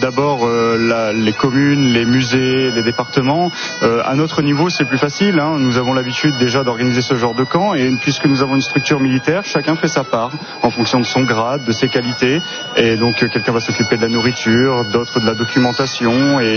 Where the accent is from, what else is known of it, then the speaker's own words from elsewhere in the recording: Hauts-de-France, France; j'ai grandi près de Compiègne, terre qui a été marquée par les combats, et j'ai littéralement grandi avec des tranchées presque au bout de chez moi.